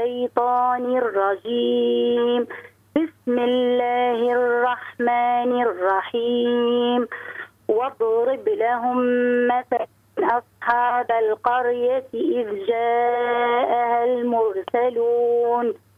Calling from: Tunisia

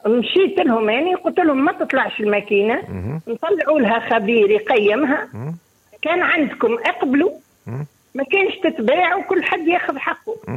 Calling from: Jemmal, Monastir Governorate, Tunisia

